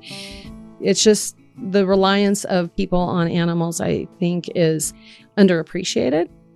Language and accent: English; Idaho, United States; I was born and raised in Idaho, and I am an expressionistic painter.